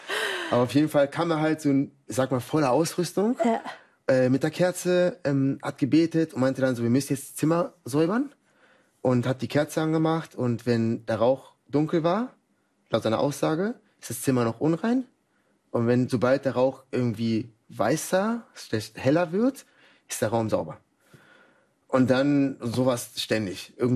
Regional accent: Colombia; Aber woran ich mich halt als Kind in Kolumbien stark erinnern kann, waren halt so ein paar übernatürliche Sachen, die passiert sind.

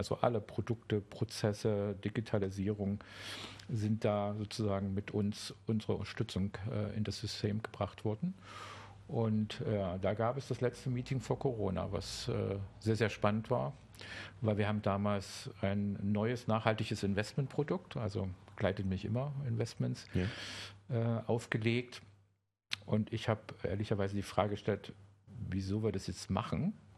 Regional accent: Saxony, Germany; now in Berlin, Germany; So, als Sachse war Berlin so weit weg, habe ich gesagt, da möchte ich nicht hin.

